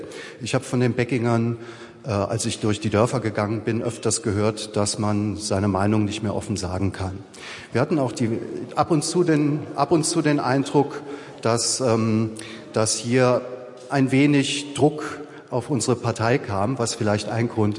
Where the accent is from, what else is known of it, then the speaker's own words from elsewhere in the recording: Mettlach, Saarland, Germany; Ich stamme aus Mettlach, wo ich noch wohne.